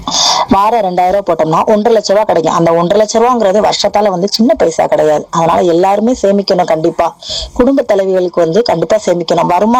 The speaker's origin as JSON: {"language": "Tamil", "town": "Pamban", "region": "Tamil Nadu", "country": "India", "tie": "born or raised there", "said": "என்னோட சொந்த ஊர் வந்து பாம்பன் தான்."}